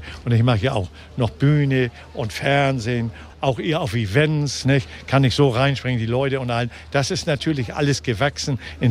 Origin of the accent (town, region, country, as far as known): Hamburg, Germany